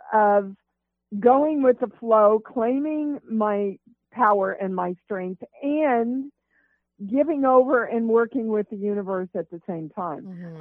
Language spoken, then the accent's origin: English; Kansas, United States; I come from Kansas, and I was taught you never say how good you are.